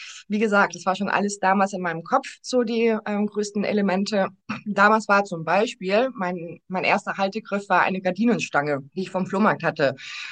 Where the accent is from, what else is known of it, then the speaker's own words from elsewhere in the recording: Canary Islands, Spain; moved away; Ich bin auf den Kanarischen Inseln groß geworden.